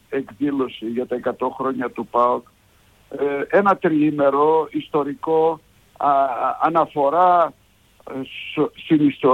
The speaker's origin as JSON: {"language": "Greek", "country": "Greece", "said": "Αισθανόμουν υπερήφανος που είμαι Έλληνας, που είμαι πρόσφυγας, που είμαι ελληνικό αίμα."}